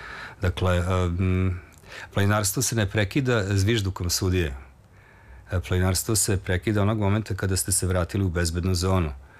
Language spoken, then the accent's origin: Serbian; Novi Sad, Vojvodina, Serbia; Za mene je važna Fruška Gora, evo, ja sam iz Novog Sada